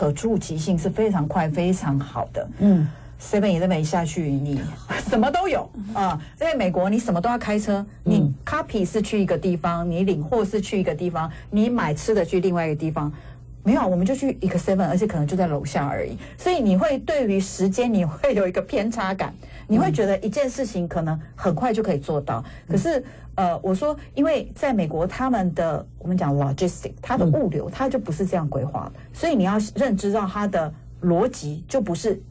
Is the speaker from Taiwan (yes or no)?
yes; Taiwan; 我们台湾人